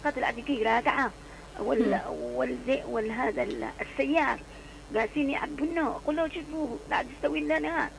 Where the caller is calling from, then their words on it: Aden, Yemen; في عندنا في عدن